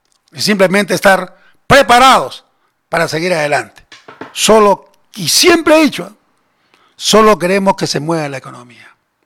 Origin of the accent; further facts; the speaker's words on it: Peru; Yo soy un peruano, un compatriota